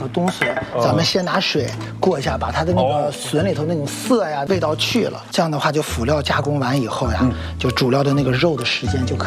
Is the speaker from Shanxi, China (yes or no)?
yes; Shanxi, China; 在我们山西人呀，考厨师必须学的就是这个过油肉